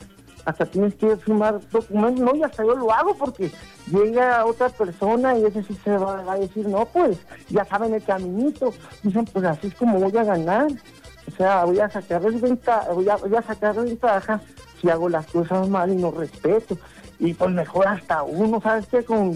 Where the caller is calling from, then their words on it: Mexico; No, nosotros somos mexicanos y decimos, yo soy mexicano y así es.